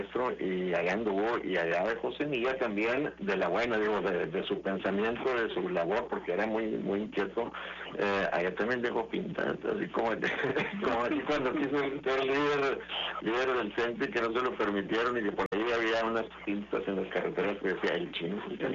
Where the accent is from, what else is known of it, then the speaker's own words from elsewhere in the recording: Nicolás Bravo, Chihuahua, Mexico; moved away; Nicolás Bravo, en el municipio de Mara, Chihuahua, donde yo soy nativo.